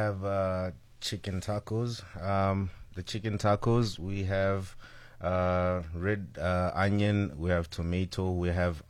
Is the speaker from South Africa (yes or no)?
yes; Limpopo, South Africa; So I am born and raised in Limpopo, South Africa.